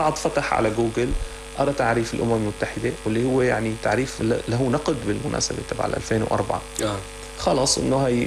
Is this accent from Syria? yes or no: yes; Syria; عندنا بسوريا